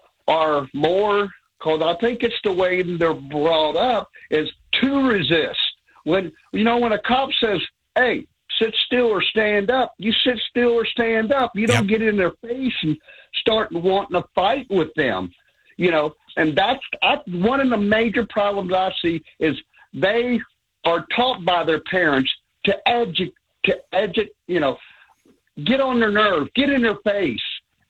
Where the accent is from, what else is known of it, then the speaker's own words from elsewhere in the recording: Bond Hill, Ohio, United States; I was raised in Bond Hill.